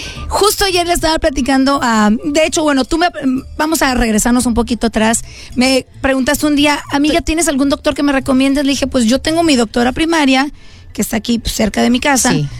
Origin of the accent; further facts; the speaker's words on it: Guanajuato, Mexico; moved away; me acuerdo de mi mamá que decía que el doctor que me veía de chiquita allá en Guanajuato